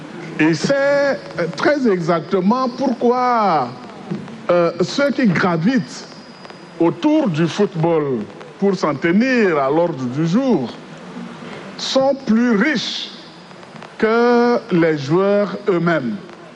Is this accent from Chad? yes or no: yes; Chad; chez nous au Tchad.